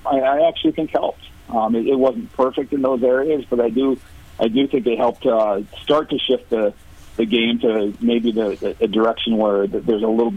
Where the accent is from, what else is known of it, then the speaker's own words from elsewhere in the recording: Blair, Nebraska, United States; also born or lived in North Dakota; So I grew up in just outside of Omaha, town of Blair, Nebraska is my hometown. Still have family in that area